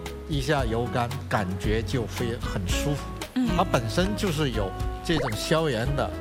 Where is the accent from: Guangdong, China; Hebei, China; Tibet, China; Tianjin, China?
Guangdong, China; Chaoshan; 咱们潮汕人